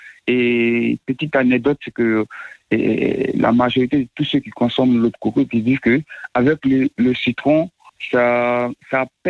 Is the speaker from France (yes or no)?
no; Côte d’Ivoire; Chez nous, en Côte d'Ivoire